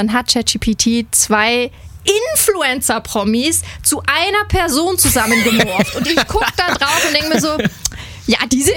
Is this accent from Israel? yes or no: no; Austria; ich bin eigentlich aus Österreich und in Österreich habe ich ganz viele Medienpraktikas gemacht.